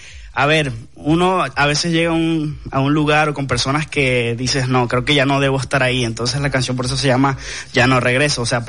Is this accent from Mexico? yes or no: no; Venezuela; Yo soy venezolano